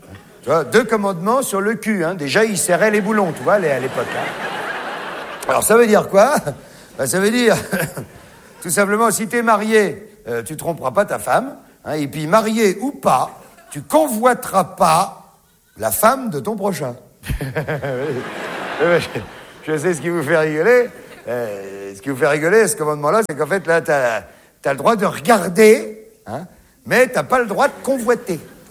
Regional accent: France; Hein, vous avez vu, chez nous, en France, ils ont dit, ah, oui, oui, oui.

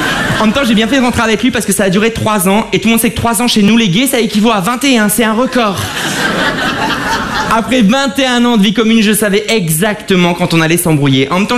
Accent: Avion, Hauts-de-France, France; born there

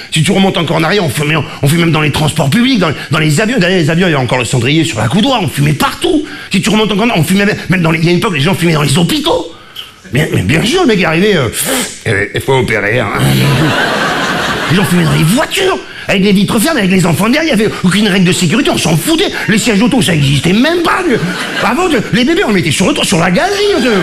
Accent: Marseille, Provence-Alpes-Côte d'Azur, France; now in Paris, France; quand je suis arrivé à Paris, mec de la Rive du Sud, j'étais marseillais

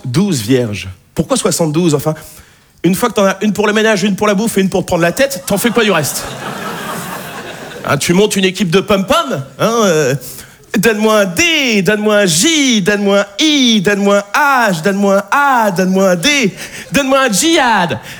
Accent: Nouvelle-Aquitaine, France; Je suis de Charente, je suis pas de Picardie non plus, voilà.

